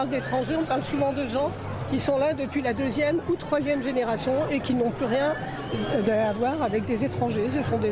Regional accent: Saint-Étienne, Auvergne-Rhône-Alpes, France; Je suis originaire de Saint-Étienne. J'avais un grand-père mineur dans le quartier où habitait ma grand-mère. Il y avait des Portugais, des Polonais, des Italiens, des Espagnols, des Maghrébins.

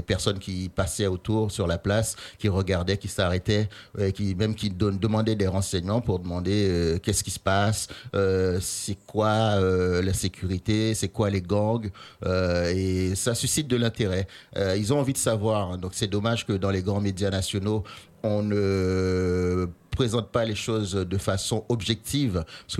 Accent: Haiti

